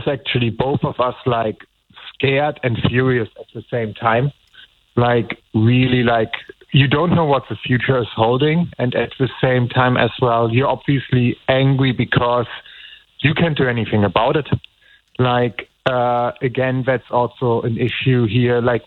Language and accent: English; Germany; born there; English is a second language; I was born in Germany initially.